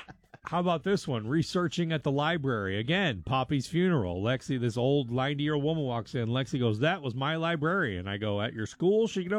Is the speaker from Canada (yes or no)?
no; Arkansas, United States; born there; moved away; also born or lived in Tulsa, Oklahoma / Chicago; growing up in Northwest Arkansas